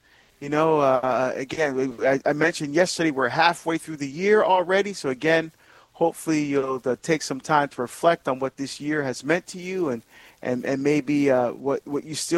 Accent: Barbados; as many of you know, I'm from Barbados, and I'm getting a chance to go home and visit family. Most of my family are still there

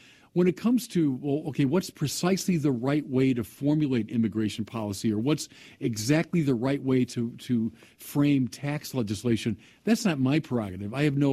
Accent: United States

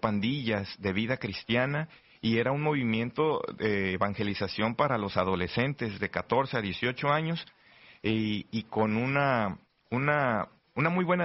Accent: Tequila, Jalisco, Mexico; de donde yo soy originario, en Tequila, Jalisco, precisamente más o menos como en los 90s

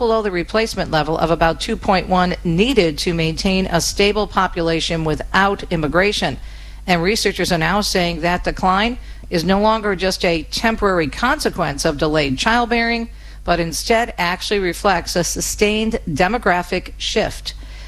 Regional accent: Detroit, Michigan, United States; including my hometown of Metro Detroit

